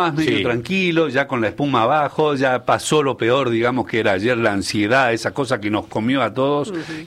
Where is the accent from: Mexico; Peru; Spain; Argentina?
Argentina; como todos los que somos argentinos de verdad.